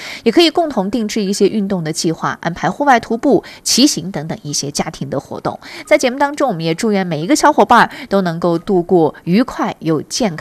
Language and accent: Chinese; Xinjiang, China; 都是我们新疆人在夏季啊特别爱吃的美食